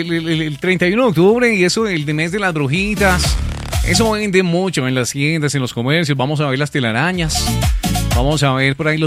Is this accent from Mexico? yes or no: no; Colombia; nosotros como colombianos